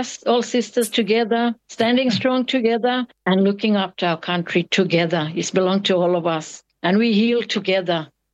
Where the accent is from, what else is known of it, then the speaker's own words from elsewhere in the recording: Enginu, Australia; because I grew up here in Enginu. Enginu is my community. It's in the Puthuma Land Trust.